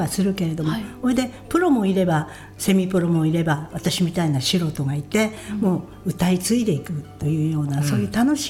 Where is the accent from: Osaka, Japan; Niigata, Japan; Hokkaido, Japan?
Hokkaido, Japan; Sapporo; moved away as an adult; うちのおばあちゃんね青森県出身なのね、うん、でお母ちゃんと私が札幌で生まれ育ったんですけれども